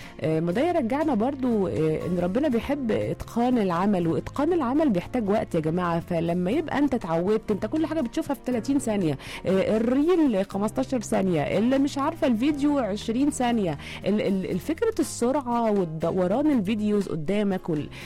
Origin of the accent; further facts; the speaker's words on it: Egypt; إحنا متعلقين أصلنا كمصريين